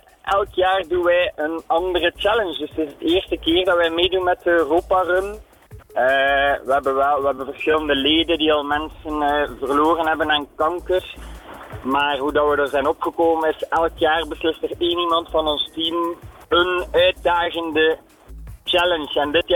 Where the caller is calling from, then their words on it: Belgium; accent: Belgian; Wij zijn van België.